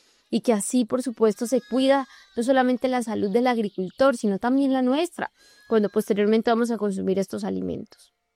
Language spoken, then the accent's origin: Spanish; Colombia